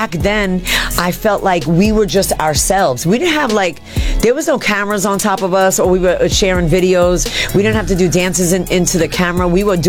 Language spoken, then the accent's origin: English; New York City, New York, United States; I'm from Jamaica Avenue, that train stop, 169. So right where … all them grew up.